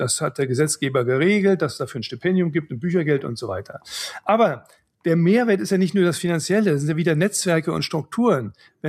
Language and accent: German; Brandenburg, Germany; Ich bin in der Nähe von Berlin aufgewachsen.